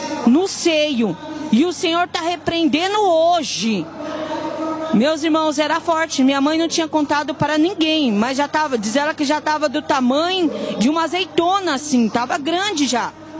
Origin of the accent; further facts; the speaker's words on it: São Paulo, Brazil; Eu venho daqui de São Paulo mesmo.